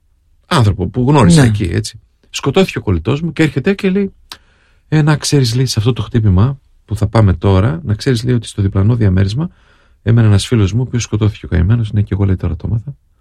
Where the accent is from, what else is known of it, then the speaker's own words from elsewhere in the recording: Greece; είδε ότι είμαι Έλληνας